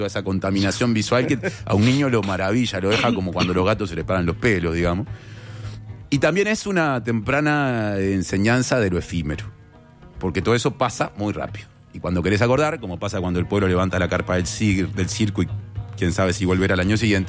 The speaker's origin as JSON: {"language": "Spanish", "region": "Montevideo", "country": "Uruguay", "tie": "born or raised there", "said": "yo soy de La Blanqueada"}